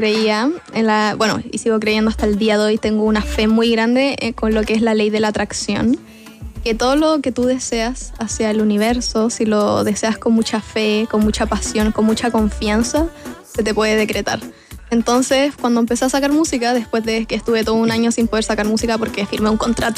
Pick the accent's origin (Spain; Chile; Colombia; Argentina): Chile